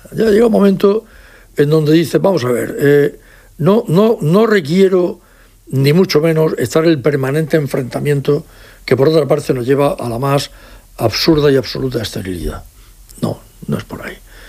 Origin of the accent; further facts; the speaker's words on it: Region of Murcia, Spain; como español y como murciano también.